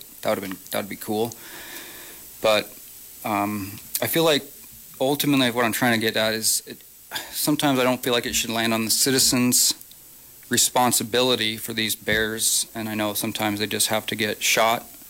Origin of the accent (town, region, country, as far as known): Kodiak, Alaska, United States; born or raised there